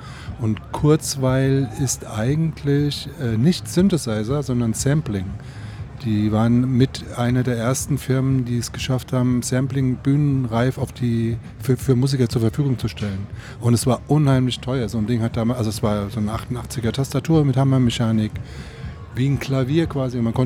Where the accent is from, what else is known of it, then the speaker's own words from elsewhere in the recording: Frankfurt, Hesse, Germany; Ich bin ja aus Frankfurt